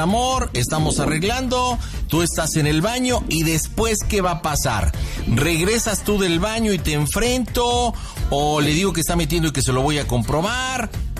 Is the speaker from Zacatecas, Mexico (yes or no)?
no; Puebla, Mexico; ¿estamos en un hotel en la Ciudad de México donde radicas o en Puebla de donde soy yo?